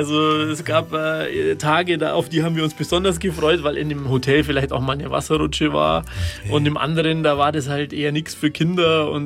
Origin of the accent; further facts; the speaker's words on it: Germany; born there; so sind wir auf Sardinien in allen Jahreszeiten groß geworden, also in Deutschland gelebt, aber zu jeder Freizeit auf Sardinien gewesen